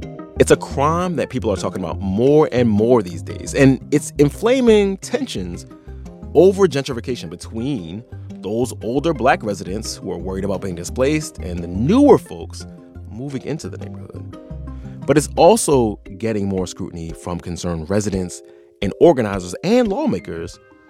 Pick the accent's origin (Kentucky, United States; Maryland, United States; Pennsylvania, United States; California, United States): Pennsylvania, United States; Philadelphia; At the same time I was growing up in South Philly